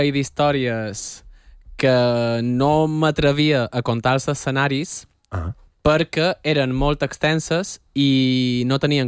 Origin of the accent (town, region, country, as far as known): Balearic Islands, Spain; accent: Majorcan